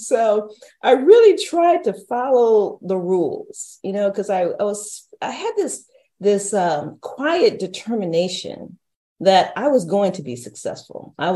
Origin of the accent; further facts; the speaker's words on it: San Antonio, Texas, United States; born there; I was born in San Antonio, Texas. My father was a Baptist pastor for 50 years, and my mother was a postpartum nurse. And they had four children. I'm the second of four.